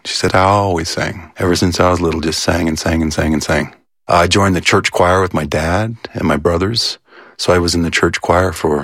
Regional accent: Orem, Utah, United States; moved away as an adult; From Orem, yeah. We moved to Orem in the mid-70s, and just was a, kind of an idyllic time to grow up for Gen Xers

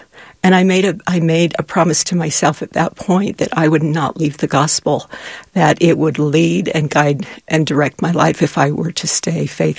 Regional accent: Salt Lake City, Utah, United States; I was born and raised in Salt Lake City. I was not raised in an active member family of The Church of Jesus Christ of Latter-day Saints

